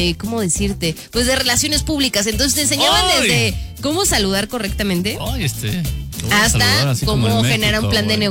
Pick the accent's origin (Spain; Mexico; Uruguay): Mexico; en México no nos saludamos de doble beso.